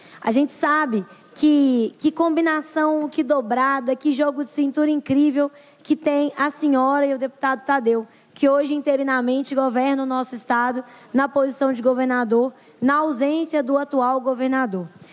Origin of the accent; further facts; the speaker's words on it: Divinópolis, Minas Gerais, Brazil; Eu sou de Divinópolis e a gente está pertinho aqui de BH.